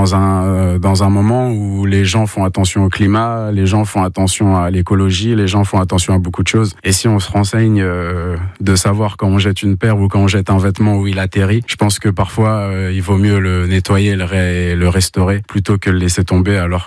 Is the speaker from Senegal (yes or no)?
no; Paris, Île-de-France, France; now in Mayenne, France; D'une, parce que en tant que Parisien, c'est pas facile les premiers temps quand on arrive, puisque contrairement à Paris, ici faut pas faire trop de bruit.